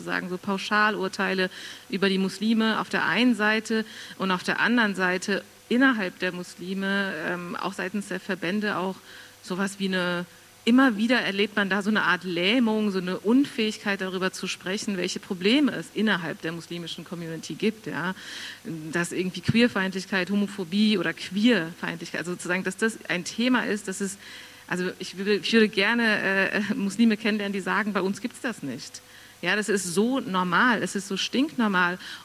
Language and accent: German; Frankfurt, Hesse, Germany; mir wird immer Migrationshintergrund zugeschrieben, er ist der echte Migrant, ja, ich bin in Frankfurt geboren und aufgewachsen, mir wird immer gesagt, woher kommst du eigentlich